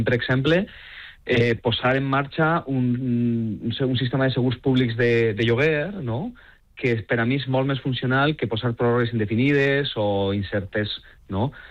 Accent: Valencia, Valencian Community, Spain; moved away; jo soc del Cabanyal, conec molt bé el cas del Cabanyal, perquè és el barri del que soc jo no visc allí ja, però he viscut allà

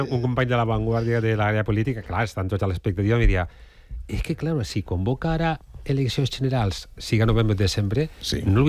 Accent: Valencian Community, Spain; soc de Patrais.

